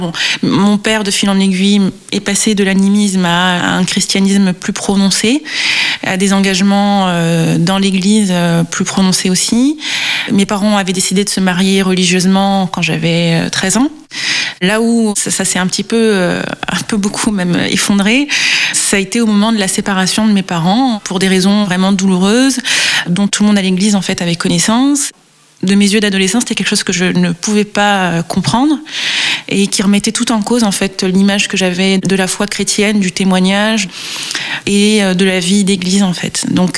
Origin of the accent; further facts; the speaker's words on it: Réunion, France; also born or lived in Marseille / Valenciennes / French Guiana; je suis née à Marseille. J'ai grandi un peu à Valenciennes, un peu en Guyane et essentiellement à La Réunion.